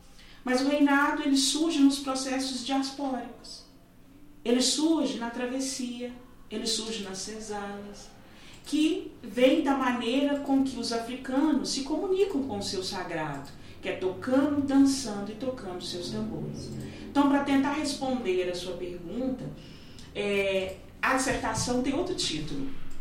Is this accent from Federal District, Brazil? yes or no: no; Oliveira, Minas Gerais, Brazil; Oliveira, que é a minha cidade natal, é onde eu vivo a experiência do reinado.